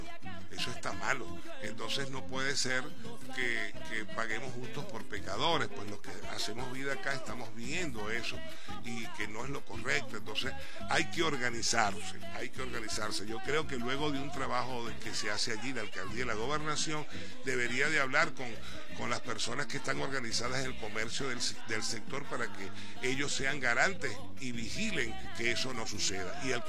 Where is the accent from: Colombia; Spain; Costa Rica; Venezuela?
Venezuela; Maracaibo, Zulia; now in Ciudad Guayana, Venezuela; Yo, como zuliano, como maravino, como maracucho, les digo de corazón, yo soy regionalista, pero hasta la médula espinal.